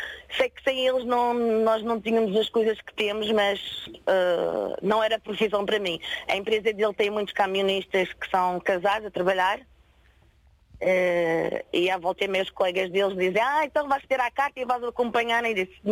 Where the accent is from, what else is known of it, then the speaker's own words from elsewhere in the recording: Porto Santo, Madeira, Portugal; Eu sou da Ilha do Porto Santo.